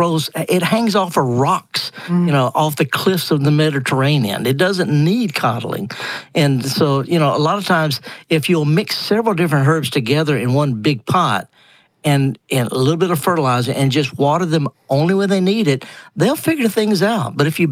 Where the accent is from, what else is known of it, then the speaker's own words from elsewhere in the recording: Mississippi, United States; Well, it could be, you know, whether you're from Michigan, I'm from Mississippi. I garden half the year in England